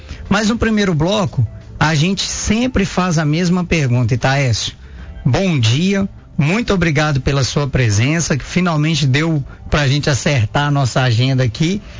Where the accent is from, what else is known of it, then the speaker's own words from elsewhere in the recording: Timóteo, Minas Gerais, Brazil; que estão à frente aí do nosso município, que sou nascido e criado em Timóteo.